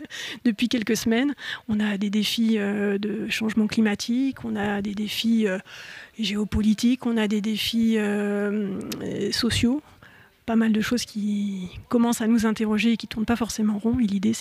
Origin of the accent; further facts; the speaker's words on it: Metz, Grand Est, France; D'ailleurs, moi, je viens de Metz. Je suis venue en train ce matin